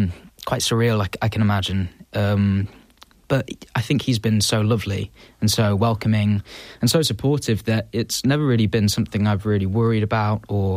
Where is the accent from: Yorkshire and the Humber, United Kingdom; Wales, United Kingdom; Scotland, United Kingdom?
Yorkshire and the Humber, United Kingdom; Beverly; My hometown, Beverly. We're kind of in between Beverly, Pocklington, York, in Yorkshire.